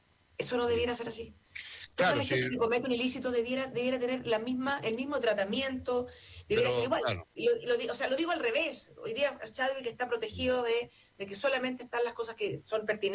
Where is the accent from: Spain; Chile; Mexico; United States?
Chile; yo creo que este es de los casos más escandalosos que habla también de lo racista que somos los chilenos